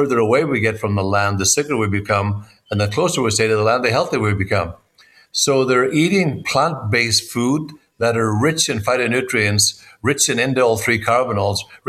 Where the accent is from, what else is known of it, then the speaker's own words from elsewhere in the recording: Ireland; now in United States; And I respect America. I love America. It's been great to me since I moved here from Ireland.